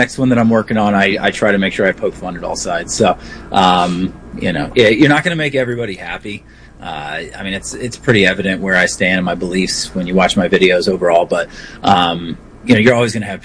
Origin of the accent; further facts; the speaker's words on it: Tampa, Florida, United States; now in Philadelphia, United States; And I was raised in a Baptist church, and I'm from Tampa, Florida originally, moved up to Philadelphia for work, and I found a home up here.